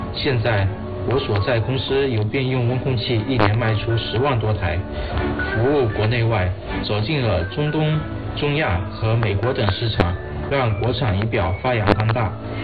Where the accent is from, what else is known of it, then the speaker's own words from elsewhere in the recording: Fuzhou, Fujian, China; 我来自福州，是一名自动化设备技术支持工程师。